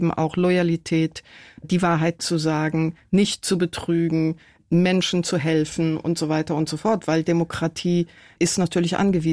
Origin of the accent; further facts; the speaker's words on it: Iran; Die Männer in meiner Heimat, vor allen Dingen Männer im Iran, die den Iran regieren.